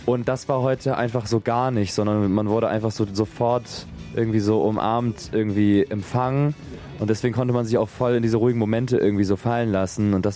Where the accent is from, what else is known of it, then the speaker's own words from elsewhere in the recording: Bremerhaven, Bremen, Germany; Wir kommen einfach hier aus der Region